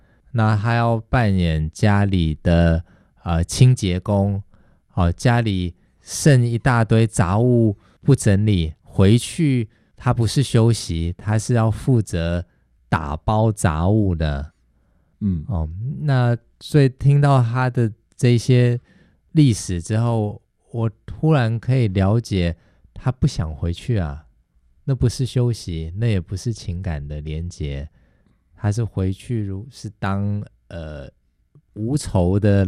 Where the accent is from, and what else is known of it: Taiwan